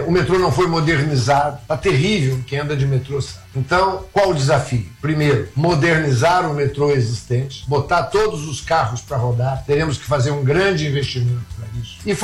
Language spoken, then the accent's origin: Portuguese; Itajubá, Minas Gerais, Brazil; moved away as an adult; now in Brasília, Brazil; eu nasci em Itajubá, cidade pequena, lá do interior de Minas, Serra da Mantiqueira. Meu pai era ferroviário, pessoa muito humilde. E a gente nasceu numa casinha assim na beira da estrada de trem, né?